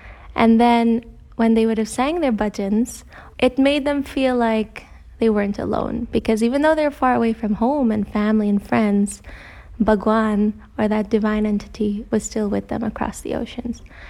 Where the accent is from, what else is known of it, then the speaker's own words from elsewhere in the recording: Guyana; Because we're from Guyana and the music there is a l